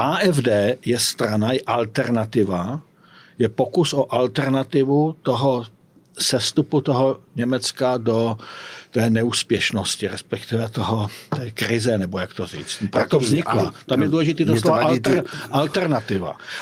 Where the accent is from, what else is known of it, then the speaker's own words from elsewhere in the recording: Prostějov, Olomouc Region, Czechia; Já jsem taky z Prostějova.